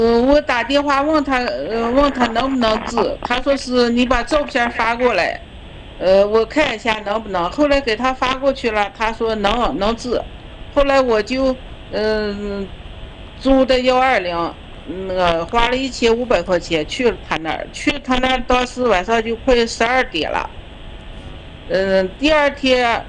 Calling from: Baotou, Inner Mongolia, China; 因为我家是包头的

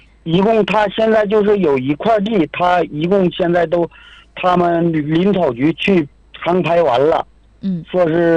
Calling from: Inner Mongolia, China; 新安蒙可有前旗阿里达尔西恩木嘎查，

